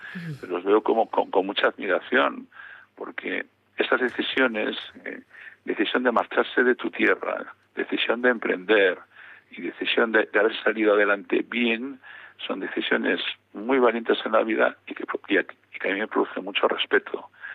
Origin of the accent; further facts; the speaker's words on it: Galicia, Spain; somos dos gallegos que nos saludamos